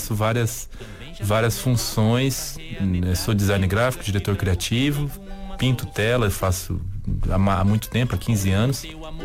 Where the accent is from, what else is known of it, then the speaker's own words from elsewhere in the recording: Amazon, Brazil; mistura de ser skatista, de ser pintor, de ser do interior da Amazônia, de viver aqui, de trabalhar como um artista, viver disso.